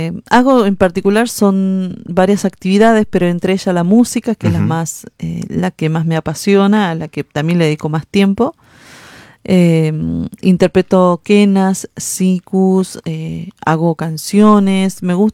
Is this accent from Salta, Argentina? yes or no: yes; Iruya, Salta, Argentina; born there; now in Tilcara, Argentina; yo soy nacida en la comunidad Finca Santiago de Irulla.